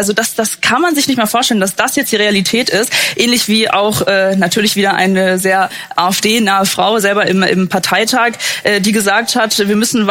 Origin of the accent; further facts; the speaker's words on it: Germany; als Deutsche